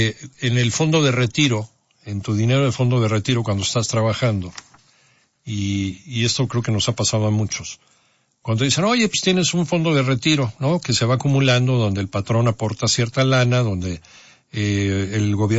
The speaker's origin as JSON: {"language": "Spanish", "country": "Mexico", "said": "Y eso es mucho también de sociedades como la nuestra, como la mexicana."}